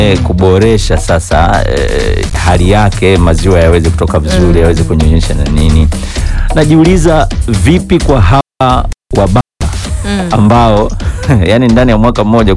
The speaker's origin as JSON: {"language": "Swahili", "country": "Tanzania", "said": "Mimi ni Mtanzania."}